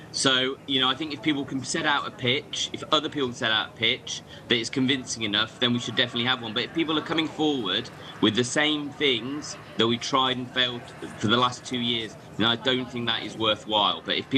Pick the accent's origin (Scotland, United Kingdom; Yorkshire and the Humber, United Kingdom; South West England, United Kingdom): Yorkshire and the Humber, United Kingdom; I'm from West Yorkshire, so we don't normally praise Manchester